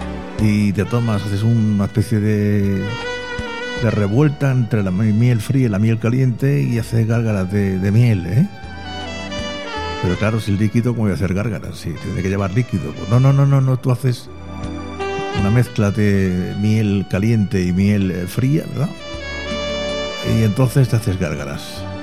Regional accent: Region of Murcia, Spain

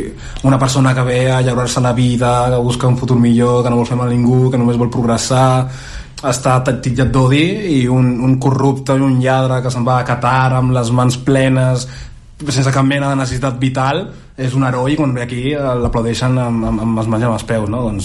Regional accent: Barcelona, Catalonia, Spain; al meu barri, on vaig créixer, que és Nou Barri, Ciutat Mediana, Torre Baró

